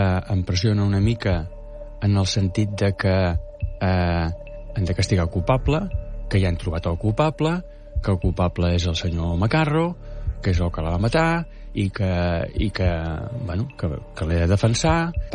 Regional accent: Sant Sebastià de Guardiola, Catalonia, Spain; Jo sóc de Sant Sebastià de Guardiola i, clar, em va sorprendre

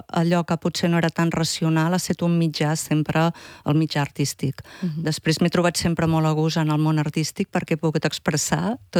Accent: Tona, Catalonia, Spain; born there; Vaig néixer a Tona i en aquests moments visc a Tona també, des de fa uns anys

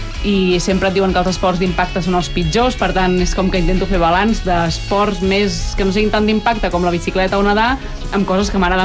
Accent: Sabadell, Catalonia, Spain; sóc de Sabadell i els esports que practico són tots els que puc

